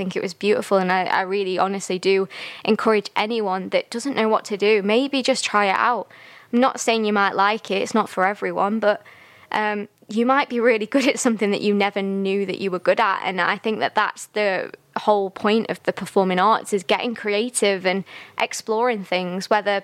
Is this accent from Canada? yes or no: no; Stoke-on-Trent, West Midlands, United Kingdom; Like, I'm from Stoke, obviously, but there's people from Manchester, and it's the Manchester Culture Awards. So in my head, I was thinking, right, I'm a Stoke person